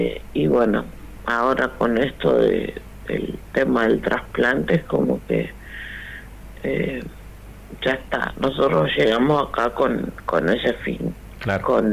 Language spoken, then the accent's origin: Spanish; Puerto Deseado, Santa Cruz, Argentina; now in Buenos Aires, Argentina; La verdad que sí, porque nosotros ahora en este momento estamos en Buenos Aires, nosotros somos de Puerto Deseado.